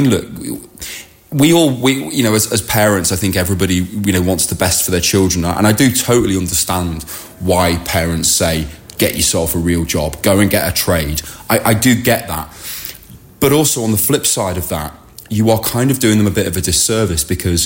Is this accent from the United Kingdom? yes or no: yes; Sutton Coldfield, West Midlands, United Kingdom; born there; I was born in Sutton Coalfield in the Midlands.